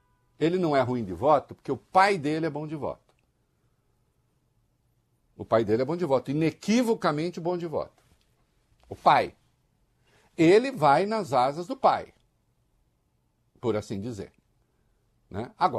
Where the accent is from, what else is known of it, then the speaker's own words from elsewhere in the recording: Dois Córregos, São Paulo, Brazil; já que eu venho do Dois Corgos